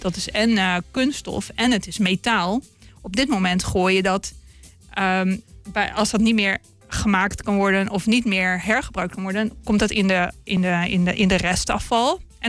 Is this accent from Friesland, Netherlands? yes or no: no; Lelystad, Flevoland, Netherlands; Ik ben van Lelystad.